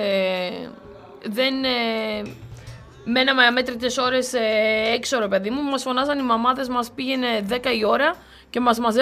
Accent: Kavala, Eastern Macedonia and Thrace, Greece; Μεγάλωσα στην Καβάλα με το κλειδί στην πόρτα.

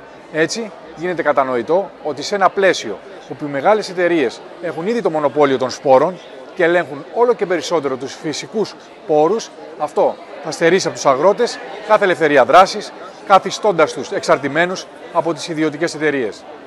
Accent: Greece; Ειδικά η πατρίδα μου, αυτός ο ευλογημένος τόπος

